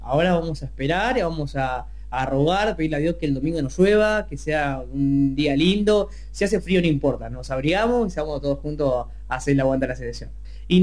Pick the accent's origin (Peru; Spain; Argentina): Argentina; General Villegas, Buenos Aires Province; soy acá de Villegas